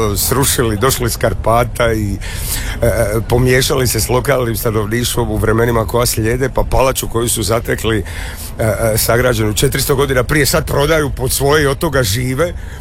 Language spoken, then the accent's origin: Croatian; Split, Split-Dalmatia County, Croatia; now in Zagreb, Croatia; Kako svaki put bio ovdje dva dana ili dva mjeseca ili 20 dana, pošto sam otišao 95. dulje sam u Zagrebu nego što sam u Splitu.